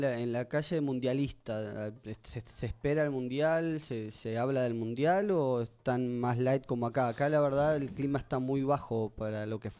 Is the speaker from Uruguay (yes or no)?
yes; Uruguay; yo en realidad soy uruguayo